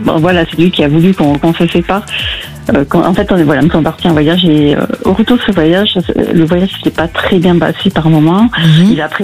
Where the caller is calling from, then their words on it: Nouvelle-Aquitaine, France; De la Nouvelle-Aquitaine.